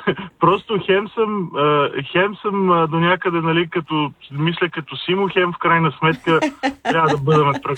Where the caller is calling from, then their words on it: Sofia, Sofia City, Bulgaria; съм от София